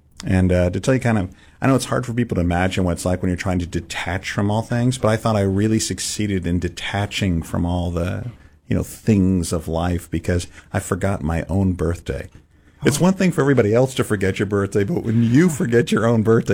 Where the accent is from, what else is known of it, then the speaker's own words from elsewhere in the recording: San Francisco, California, United States; And part of it is I'm growing up in San Francisco, so it's not like you're not in the middle of church culture.